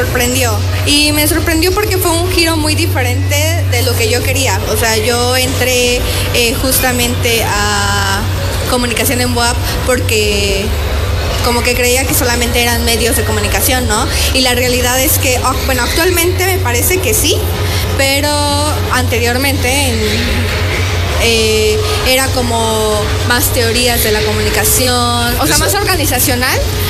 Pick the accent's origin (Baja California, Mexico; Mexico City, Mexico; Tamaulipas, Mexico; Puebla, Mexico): Puebla, Mexico; born there; Sí, sí, soy poblana.